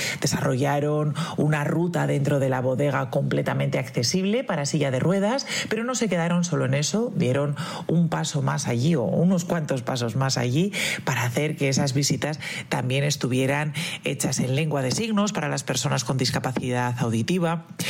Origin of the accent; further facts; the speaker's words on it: La Rioja, Spain; nosotros somos riojanos